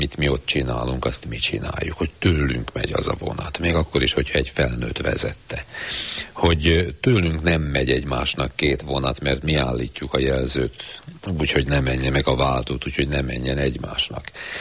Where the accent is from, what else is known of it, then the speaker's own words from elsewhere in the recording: Budapest, Hungary; mi a Flasteron nőttünk fel. Én ott laktam a 9-ben, szóval ház, tégla, beton, Flaster, ott nőttünk föl, és fölmegy az ember az úttörő vasútra, akkor Hűvösvölgytől a Széchenyi hegyig